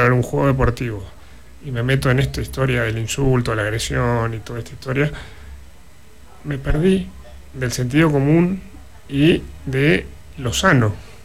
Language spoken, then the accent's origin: Spanish; Argentina; somos argentinos descendientes en gran parte o mayoría de europeos, españoles e italianos.